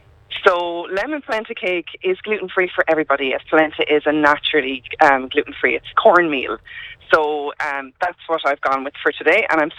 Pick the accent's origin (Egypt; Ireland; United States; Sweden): Ireland; Connacht; I am from originally beside the Beaten Path in Bryce, but I'm living now in Ballyvarry.